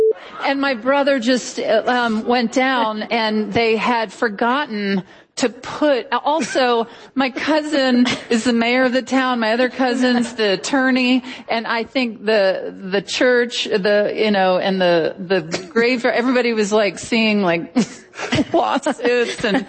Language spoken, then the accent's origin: English; Mississippi, United States; When my stepfather passed away, we were burying him in Mississippi, in my hometown, and my whole family, everybody was there.